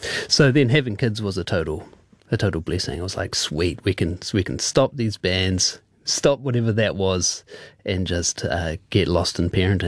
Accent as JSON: {"language": "English", "region": "Wellington", "country": "New Zealand", "tie": "born or raised there", "said": "growing up in Wellington during that time when like … was slanging off all those CDs, and it was an amazing time to be in Wellington"}